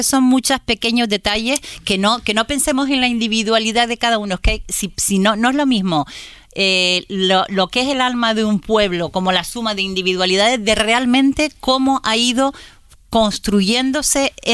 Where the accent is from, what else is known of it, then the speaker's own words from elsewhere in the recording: Canary Islands, Spain; No somos Cuba en ese sentido, no somos cubanos, y ya es hora de que saquemos pecho de esta tierra